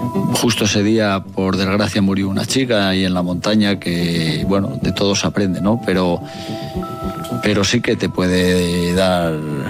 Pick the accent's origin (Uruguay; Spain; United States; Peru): Spain; Béjar, Castile and León; Yo soy de Béjar, jamón.